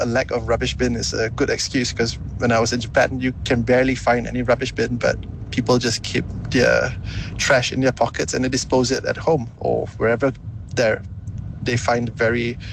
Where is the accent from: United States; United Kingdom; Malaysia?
Malaysia; I'm very white passing. No one would assume I'm Malaysian.